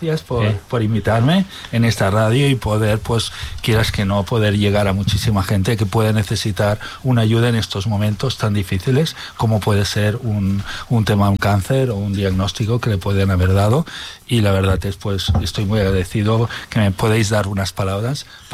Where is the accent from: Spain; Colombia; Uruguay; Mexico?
Spain; Barcelona, Catalonia; No, yo soy de Barcelona, él viene de Valencia.